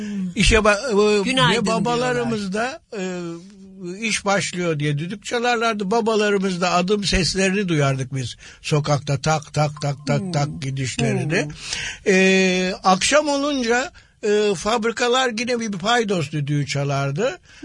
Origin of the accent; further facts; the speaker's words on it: Istanbul, Turkey; Ben İstanbul'un kenar mahallelerinden birinde, Karagümrük'te doğdum. Ve bir işçi mahallesiydi benim doğduğum yer.